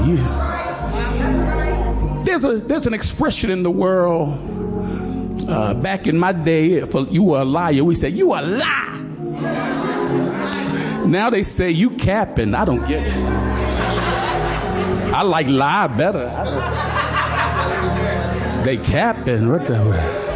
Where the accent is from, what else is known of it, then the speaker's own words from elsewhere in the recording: Baltimore, Maryland, United States; I grew up in Cherry Hill, 2703 Spelman Road.